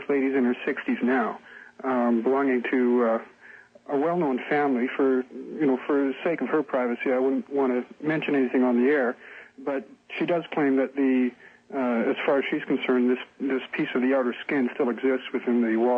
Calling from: Canada; I guess I should have been more specific. I'm calling from Canada.

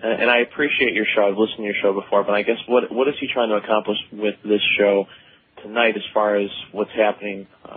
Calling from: East Coast, United States; I work for a government agency here on the East Coast.

